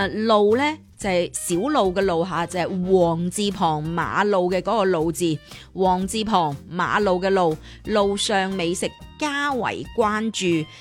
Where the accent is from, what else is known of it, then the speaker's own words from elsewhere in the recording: Guangdong, China; 碌柚啦，对于我哋广东人嚟讲呢